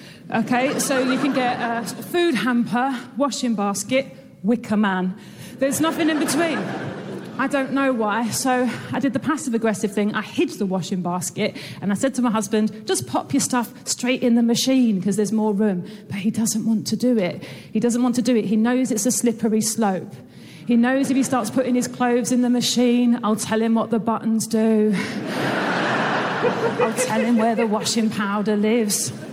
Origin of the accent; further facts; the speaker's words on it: England, United Kingdom; I'm here from England.